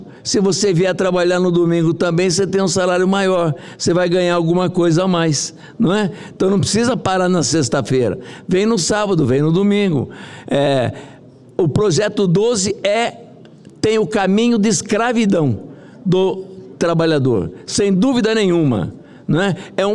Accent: São Paulo, Brazil; now in Brasília, Brazil; eu sou de São Paulo

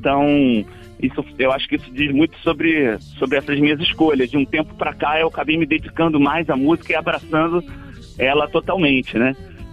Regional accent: Rio de Janeiro, Brazil; born or raised there; now in Distrito Federal, Brazil

